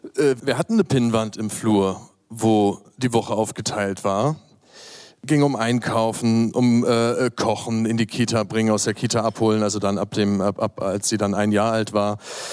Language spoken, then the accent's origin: German; Dresden, Saxony, Germany; born there; also born or lived in Berlin; ich komme aus Dresden gebürtig und wir haben in Berlin gelebt